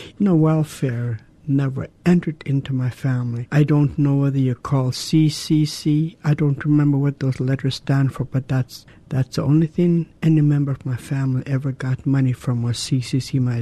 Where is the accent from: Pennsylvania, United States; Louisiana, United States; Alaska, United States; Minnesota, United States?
Alaska, United States; Douglas; I was born and raised in Douglas. I belong to the Raven clan. I come from the Whale House in Tlokwan.